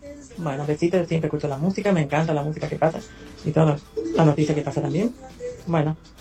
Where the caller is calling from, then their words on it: Machagai, Chaco, Argentina; Buenas noches, Radio Latina, llamo por la cocina … de Machangay, Chaco